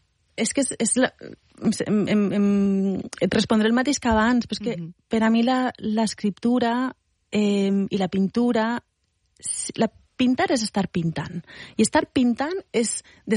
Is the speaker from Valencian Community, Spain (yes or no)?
yes; Valencian Community, Spain; Soc valenciana.